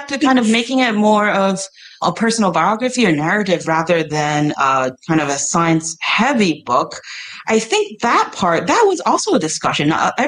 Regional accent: Taipei, Taiwan; I grew up in Taipei City, which is this vast metropolis

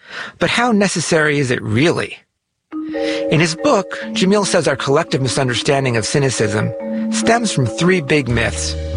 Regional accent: New York, United States; I was raised in New York, and the one thing you never want to be called there, naive.

